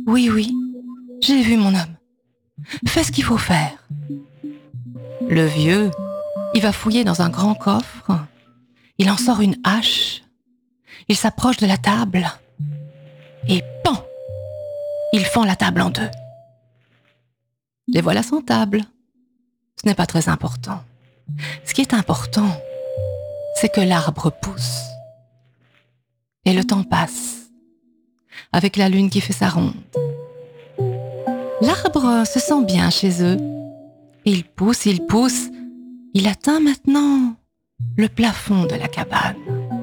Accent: Namur, Wallonia, Belgium; oui, donc je viens de Namur.

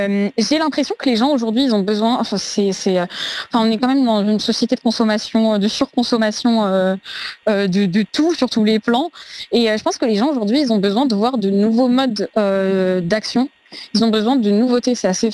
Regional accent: France

